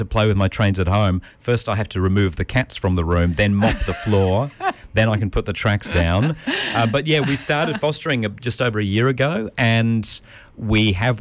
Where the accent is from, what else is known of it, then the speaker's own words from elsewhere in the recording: Manly, Queensland, Australia; But also, look, I grew up in Manly, not too far from here, obviously.